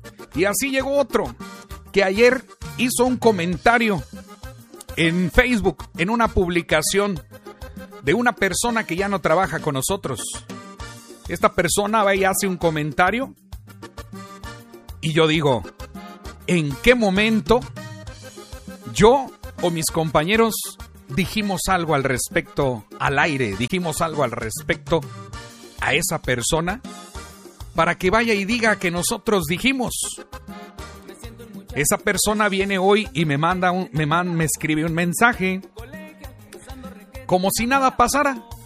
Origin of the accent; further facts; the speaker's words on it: Rioverde, San Luis Potosí, Mexico; aquí somos de Río Verde